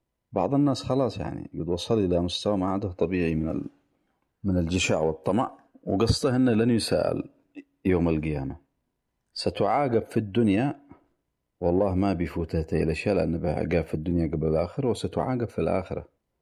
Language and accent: Arabic; Yemen; عندنا في اليمن محاصرين